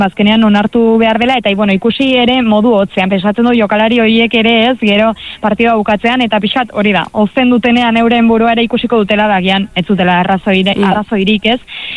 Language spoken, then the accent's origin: Basque; Lesaka, Navarre, Spain; baina nire herrian, Lesakan, oroitzena iz